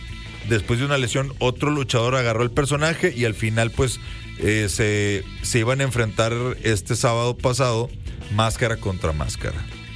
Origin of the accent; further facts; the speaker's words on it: Mexico; uno como mexicano, como fan de la lucha libre mexicana